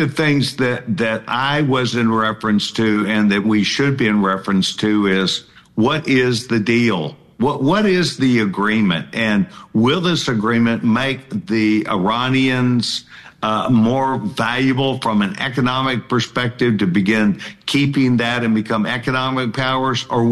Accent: Texas, United States; I am proud, not just as a Texan, but as an American

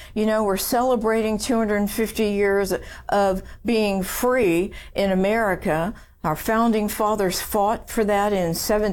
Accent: San Antonio, Texas, United States; born there; I was born in San Antonio. I'm a fifth generation Texan. were deep-rooted. My dad's family moved to San Antonio in the early 1800s, so we're not from where? New York City. No, we're from here.

